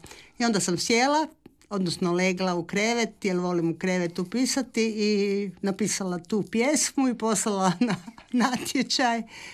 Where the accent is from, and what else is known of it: Croatia